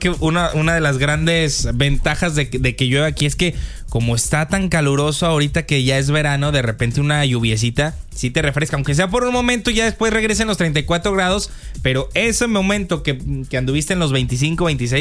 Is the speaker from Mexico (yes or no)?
yes; Mexico